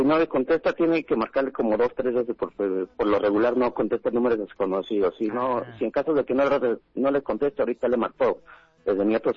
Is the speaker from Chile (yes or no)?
no; Tonanitla, State of Mexico, Mexico; born there; En Tonanitla, Estado de México.